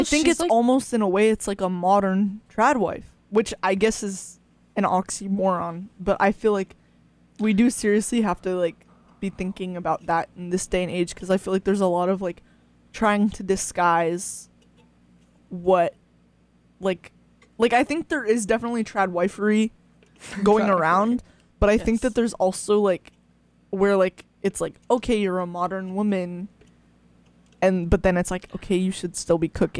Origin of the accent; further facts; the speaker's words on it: United States; I'm an American.